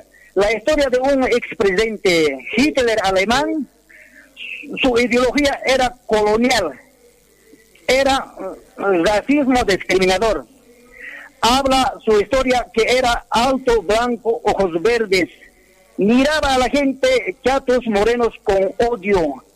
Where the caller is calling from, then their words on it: Arani Province, Cochabamba, Bolivia; Yo soy de Cochabamba, del departamento de Cochabamba, provincia de Arani.